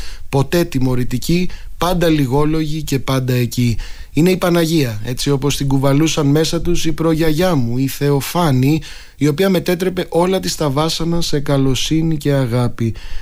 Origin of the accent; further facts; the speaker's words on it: Epidaurus, Peloponnese, Greece; η καταγωγή μου από την Επίδαυρο